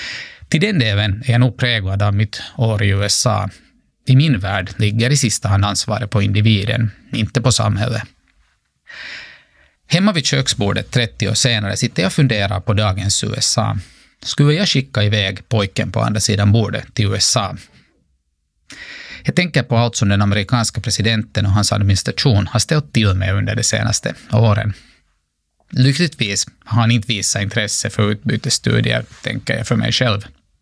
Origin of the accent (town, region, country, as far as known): Finland